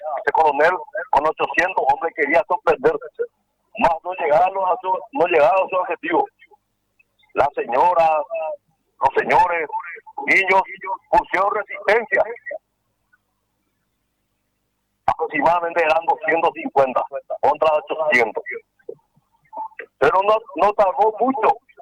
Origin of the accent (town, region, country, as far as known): Paraguay